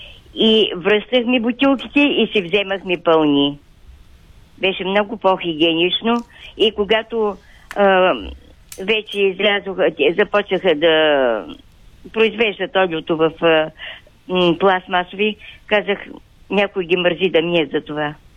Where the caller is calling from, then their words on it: Silistra, Silistra Province, Bulgaria; на слушателка съм от Силистра.